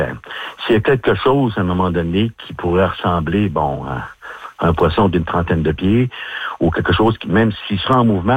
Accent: Quebec, Canada; moi je viens pas de Ponigamouk en passant, je viens de la Côte-Nord.

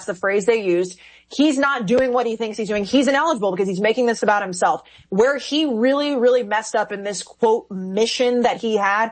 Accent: Texas, United States; born or raised there

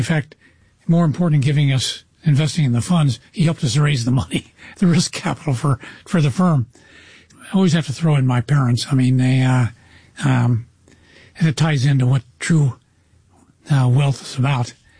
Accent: Lawrence, Kansas, United States; first off, Lawrence, Kansas, where the University of Kansas is my hometown.

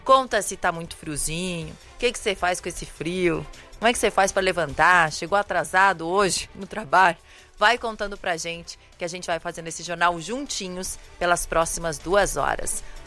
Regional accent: South Region, Brazil; now in São Paulo, Brazil; Importei lá da minha terra.

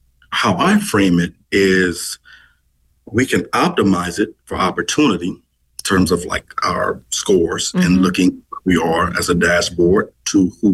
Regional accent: New Orleans, Louisiana, United States; also born or lived in Lafayette, Louisiana; I grew up in Hallport in our city

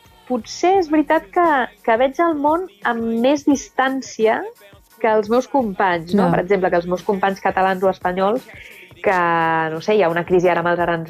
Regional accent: Andorra; moved away as an adult; now in Washington, United States; Però no tinc aquesta sensació de fer-me petita perquè sóc andorrana. Al contrari, jo ho porto amb molt d'orgull i és més, faig una mica de pedagogia. I a més els andorrans que estem aquí a Washington, que som bastants

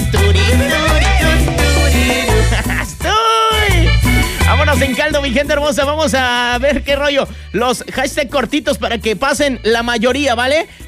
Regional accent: Querétaro, Mexico; No, yo soy de Querétaro

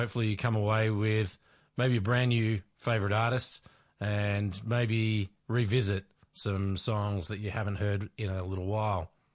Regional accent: Victoria, Australia; down here in my home state of Victoria.

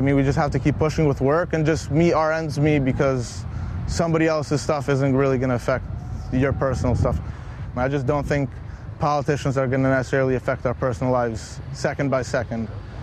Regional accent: Canton, Michigan, United States; I'm from Canton, Michigan, and I do construction for a living.

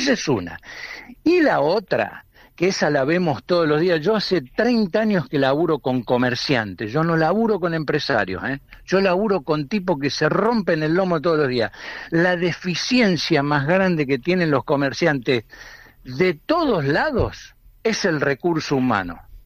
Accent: Córdoba, Argentina; Soy cordobés, soy sarcástico.

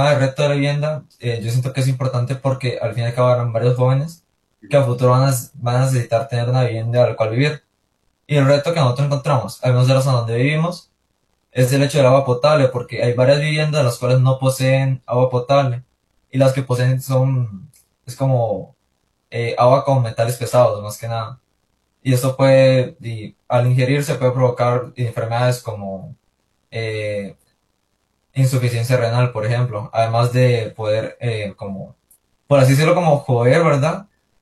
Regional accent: Colorado, Guanacaste, Costa Rica

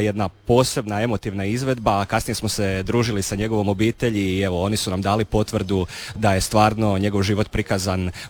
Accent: Slavonski Brod, Brod-Posavina County, Croatia; ja sam inače rodom iz Slavonskoga Broda, tamo sam trenirao u lokalnoj Marsoni

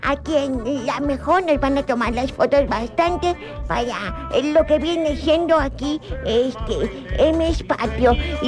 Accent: Mexico; Todo el año somos mexicanos brutos.

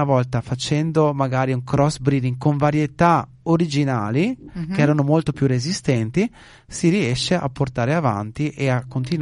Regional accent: Veneto, Italy; c'è anche il nostro dialetto veneto

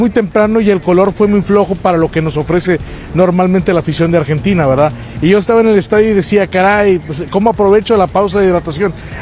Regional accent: Mexico; Somos de México.

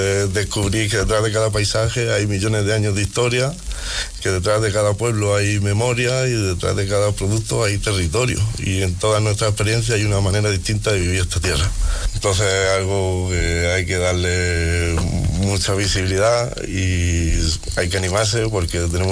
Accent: Andalusia, Spain; Mi compañero José Antonio de Lanteira y, bueno, mi hermano y yo, pues, somos de Fonera.

